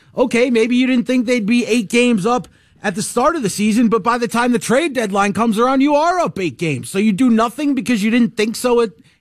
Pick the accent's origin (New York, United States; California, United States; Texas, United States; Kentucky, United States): New York, United States; I know I grew up in New York